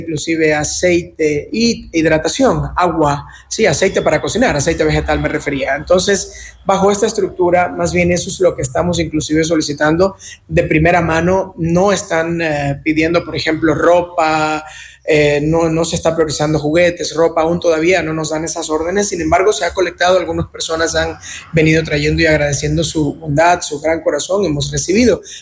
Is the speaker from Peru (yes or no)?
no; Venezuela; now in Catamayo, Ecuador